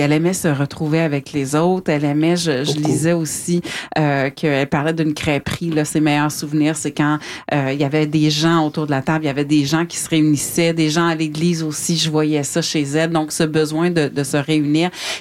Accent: Hearst, Ontario, Canada; moi, je viens de Hearst, je suis native de Hearst, justement.

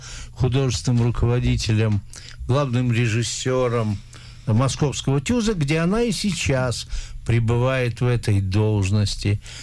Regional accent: Moscow, Russia; Я внутренне спорил, как москвич, а он петербуржец

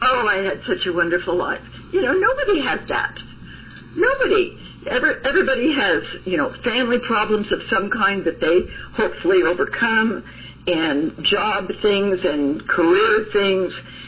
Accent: Yuba City, California, United States; moved away as an adult; also born or lived in Pasadena / Hollywood; now in Napa, United States; I used to skate in my hometown, Yuba City.

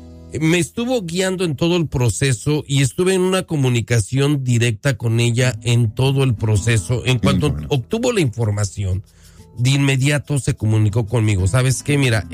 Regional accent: Mexico; como mexicanos, tenemos que tener la línea de emergencia de nuestro consulado a la mano

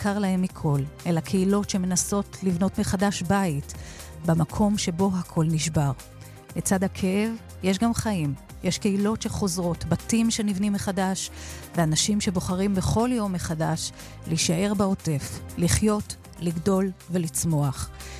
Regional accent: Southern District, Israel; שדות העוטף הירוקים בהם גדלתי

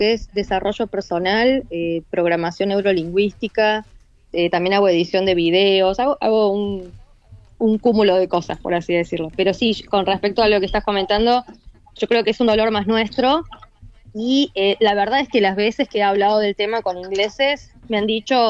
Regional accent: Argentina; Creo que la cuestión de ese dolor más referido a la guerra es nuestro como argentinos.

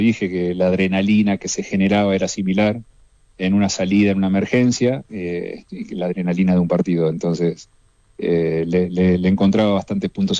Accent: Tandil, Buenos Aires Province, Argentina; a ver, yo soy de Tandil.

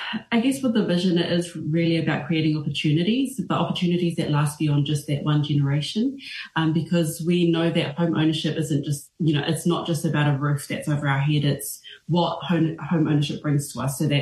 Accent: Samoa; now in Wellington, New Zealand; I hail from Samoa. Villages are Sanaku and Sale Moa. And here in Wellington from the Heart Valley.

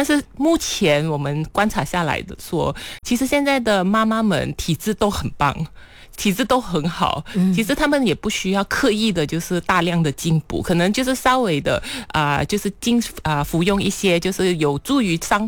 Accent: Malaysia; 那我们马来西亚这边其实是比较偏向于南方的习俗，尤其是广东那一带的

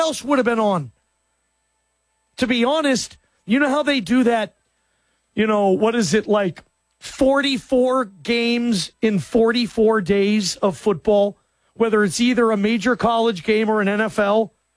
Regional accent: Atlanta, Georgia, United States; born there; I was born in Atlanta, by the way, man.

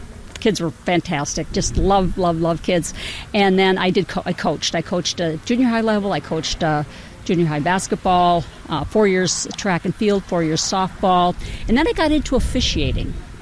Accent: New Ulm, Minnesota, United States; I grew up in New Ulm, great town to grow up on, and from early on, I was involved in athletics.

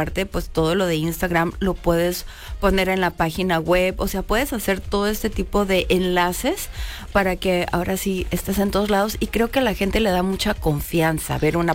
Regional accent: Mexico

